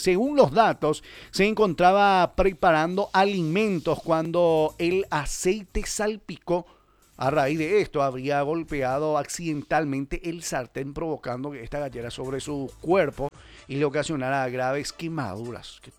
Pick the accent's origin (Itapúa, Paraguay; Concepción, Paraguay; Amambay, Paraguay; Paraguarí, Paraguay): Amambay, Paraguay; Pedro Juan Caballero; Todos los hinchas que somos acá de Pedro Juan